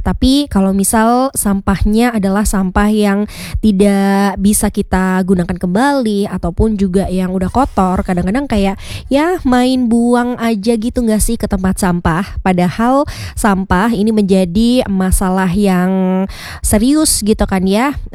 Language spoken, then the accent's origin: Indonesian; Yogyakarta, Special Region of Yogyakarta, Indonesia; kita sebagai warga Kota Yogyakarta